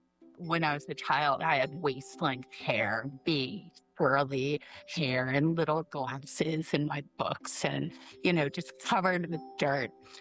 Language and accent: English; Kansas City, Missouri, United States; born there; I was born in Kansas City, Missouri. I am, in many ways, the quintessential Gen X.